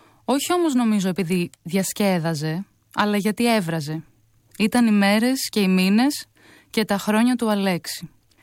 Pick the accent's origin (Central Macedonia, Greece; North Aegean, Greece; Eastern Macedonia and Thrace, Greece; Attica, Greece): Attica, Greece; Varkiza; πριν ζούσα κυρίως στη Βάρκιζα, εκεί που μεγάλωσα.